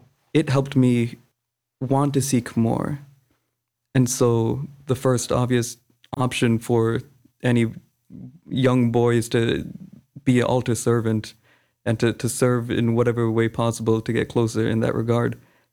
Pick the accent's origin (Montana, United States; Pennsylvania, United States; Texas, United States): Pennsylvania, United States; Philadelphia; Philadelphia.